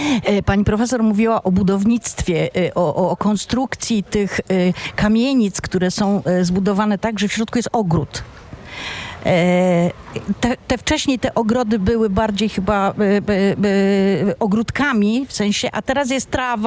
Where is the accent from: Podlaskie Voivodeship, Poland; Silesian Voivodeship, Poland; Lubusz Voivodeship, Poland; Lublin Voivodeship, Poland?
Silesian Voivodeship, Poland; born there; accent: Silesian; first language Silesian; Polish is a second language; ja się urodziłam na Śląsku, ja żyję na Śląsku, ja umrę na Śląsku, ja... Moim pierwszym językiem był język śląski